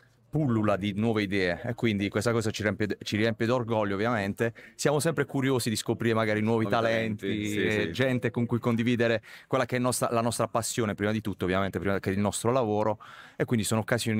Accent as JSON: {"language": "Italian", "town": "Bari", "region": "Apulia", "country": "Italy", "said": "Noi veniamo da Bari, però immagino sia succeda anche qui a Taranto sicuramente."}